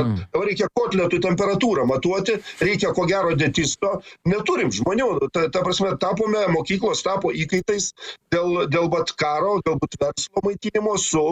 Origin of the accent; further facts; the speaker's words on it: Kaunas, Kaunas County, Lithuania; Ne, ne, Kaune mes, aš kaunietis